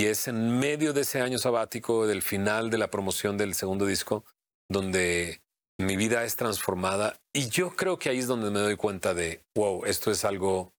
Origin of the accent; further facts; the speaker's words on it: Monterrey, Nuevo León, Mexico; Dos chicos de Monterrey, de donde yo soy